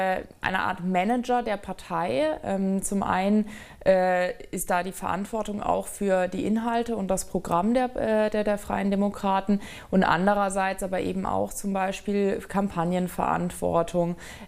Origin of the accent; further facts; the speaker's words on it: Ettlingen, Baden-Württemberg, Germany; Naja, Ettlingen bleibt absolut meine Heimat. Es ist eine wunderschöne Stadt, die mir sehr, sehr am Herzen liegt